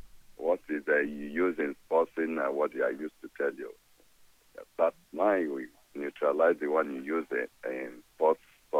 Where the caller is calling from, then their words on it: Edo, Nigeria; I'm from Edo State.